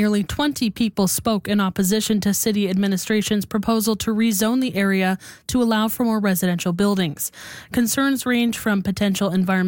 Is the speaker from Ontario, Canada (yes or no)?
no; Red Deer, Alberta, Canada; now in Edmonton, Canada; Like, I grew up in Red Deer.